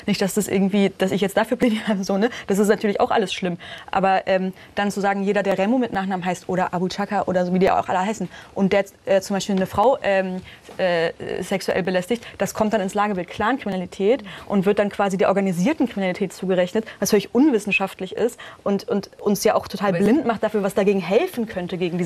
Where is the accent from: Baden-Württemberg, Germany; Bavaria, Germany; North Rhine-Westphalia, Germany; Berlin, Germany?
Berlin, Germany; Und das möchte ich auch als Berlinerin wirklich auch wissen.